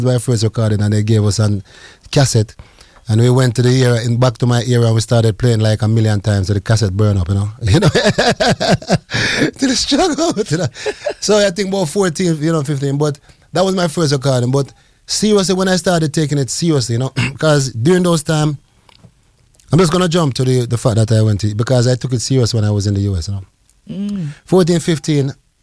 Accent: Jamaica; moved away; Because when I came from Jamaica, I left and went straight into the ghetto. Where we were, six of us were in a two-bedroom apartment.

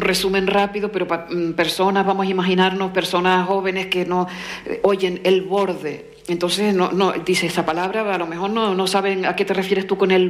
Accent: La Palma, Canary Islands, Spain; soy de La Palma

